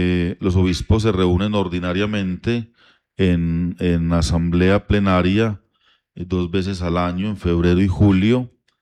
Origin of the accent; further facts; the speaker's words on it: Colombia; muy importante para todos y cada uno de nosotros como pueblo colombiano y también como Iglesia Católica